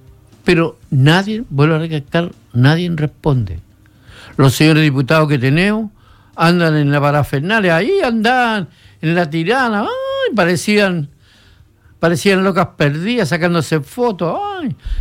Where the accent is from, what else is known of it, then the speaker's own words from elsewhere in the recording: Iquique, Tarapacá, Chile; Yo vuelvo a recalcar, yo soy iquiqueño, amo mi ciudad.